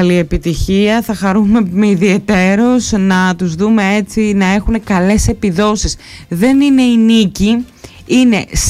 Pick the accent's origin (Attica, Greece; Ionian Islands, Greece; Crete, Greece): Ionian Islands, Greece